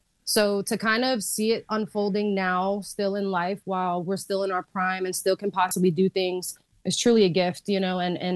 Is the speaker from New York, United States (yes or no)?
yes; New York, United States; I'm a New Yorker born and raised here my entire life, still here.